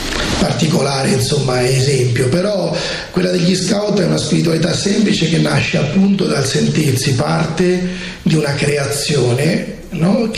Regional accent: Ancona, Marche, Italy; also born or lived in Jesi; now in Gubbio, Italy; da una famiglia del centro Marche, la zona dello Jesino per intenderci, sono nato a Jesi, in realtà però sono cresciuto ad Ancona, quindi mi considero anconetano

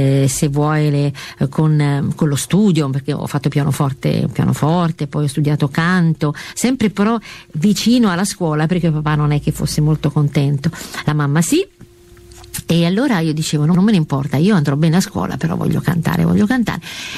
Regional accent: Umbria, Italy; io siccome sono umbra, ero in Assisi

